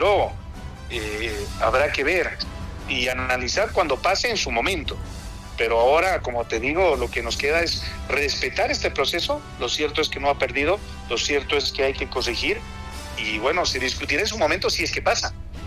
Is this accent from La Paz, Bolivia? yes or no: yes; La Paz, Bolivia